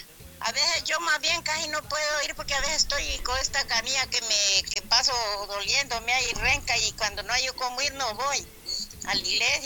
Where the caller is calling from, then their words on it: Valle de Ángeles, Francisco Morazán, Honduras; aquí les hablo de Macuelizo, Valle de Ángeles.